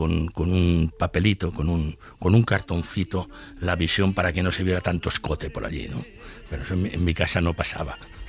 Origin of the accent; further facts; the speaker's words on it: Aragon, Spain; porque aunque éramos provincia de Huesca, mi pueblo está a 50 kilómetros de Barcelona y a 110 de Huesca